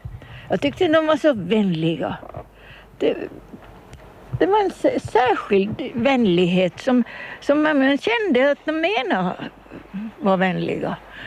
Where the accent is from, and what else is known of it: Kumlinge, Åland, Finland; born or raised there